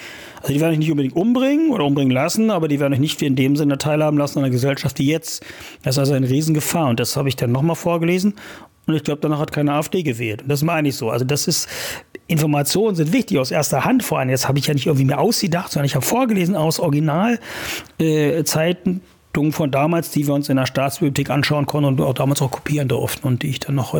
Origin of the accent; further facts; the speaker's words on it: Saxony-Anhalt, Germany; Ich bin ja in der Altmark geboren und groß geworden. Ich hatte eine wunderschöne Kindheit und Jugend.